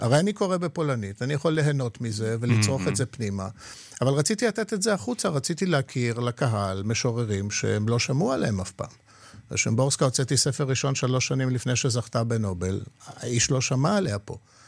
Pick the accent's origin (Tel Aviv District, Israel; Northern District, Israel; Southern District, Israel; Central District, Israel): Tel Aviv District, Israel; Tel Aviv; תראה, גדלתי ברמת אביב, וברמת אביב היה אפשר להסתדר עם פולנית ועם יידיש. פולנית הייתה השפה הראשונה שבה נתקלתי.